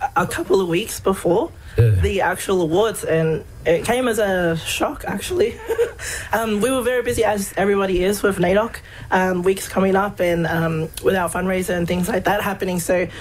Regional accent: Brisbane, Queensland, Australia; I'm a Ngāwhihi Ngāti Mutunga woman from New Zealand, and I was born and raised here in Mianjin

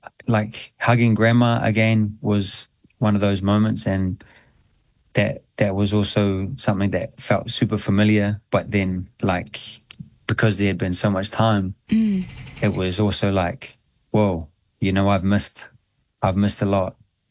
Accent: New Zealand; I always felt like a bit of an alien growing up in New Zealand, to be honest. And going home gave me an anchoring, like a place where I was like, oh, this is why I am the way that I am and where I'm from.

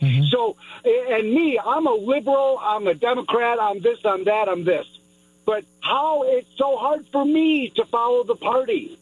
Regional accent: Chicago, Illinois, United States; I went to Steinmetz, and I grew up around the Harlem and Irving Plaza.

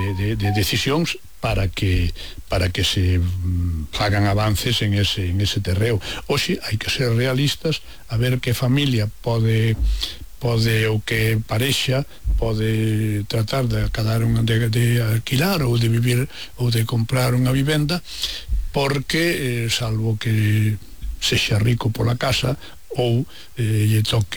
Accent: Sober, Galicia, Spain; born there; now in Vigo, Spain; Mire, eu nacín en Vigo, pero nacín en Sober.

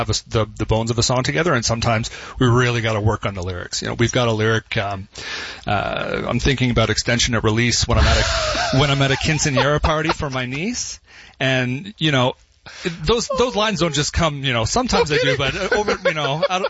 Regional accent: Ottawa, Ontario, Canada; We're from Ottawa, I'm from Ottawa.

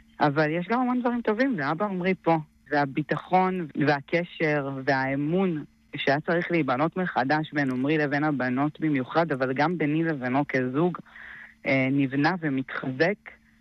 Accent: Sderot, Southern District, Israel; born there; נולדתי בסדרות, גדלתי לתוך מתחי קסמים שנקראו טפטופים

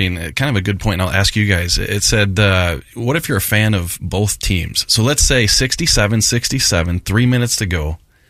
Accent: St. Louis, Missouri, United States; I grew up in St. Louis.

